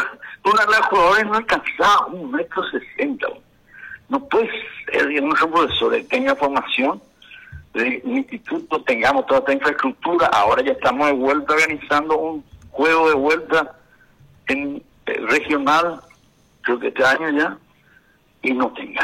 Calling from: Paraguay

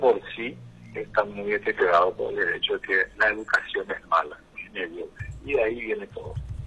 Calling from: Formosa, Argentina; yo soy de Formosa, suelo venir cada tanto a Paraguay

